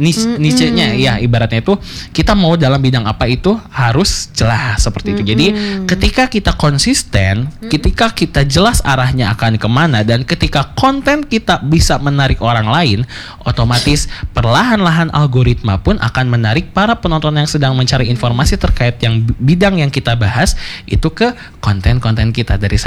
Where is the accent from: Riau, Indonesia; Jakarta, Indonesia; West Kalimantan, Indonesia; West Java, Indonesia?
West Java, Indonesia; Kita orang Sunda mungkin terkejut karena ketika berbicara bujur itu adalah bagian tubuh yang kurang pantas disebut di hadapan umum.